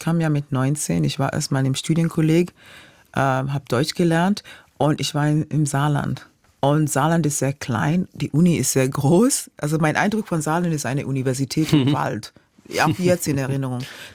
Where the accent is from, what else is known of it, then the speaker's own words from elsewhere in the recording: Kenya; German is a second language; moved away as an adult; now in Germany; Und ich komme an, direkt aus Kenia und stehe da mit meinem Koffer